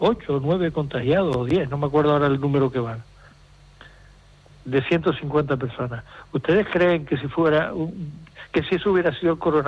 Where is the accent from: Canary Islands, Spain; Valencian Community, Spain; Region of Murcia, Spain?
Canary Islands, Spain; Yo me he sentido muy mal como canario. A mí me retrotrajo los años del franquismo que yo viví